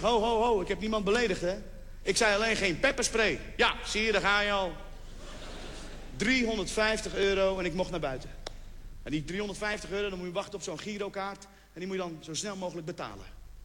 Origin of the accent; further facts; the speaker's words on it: Morocco; now in Netherlands; Ik zeg, ik ben gewoon een Marokkaan die heel goed Nederlands kan praten en af en toe tegen een boom aanpist.